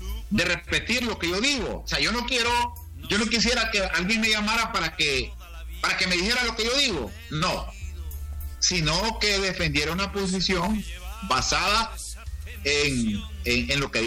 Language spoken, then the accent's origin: Spanish; Honduras; Si soy un hondureño común y corriente, hombre.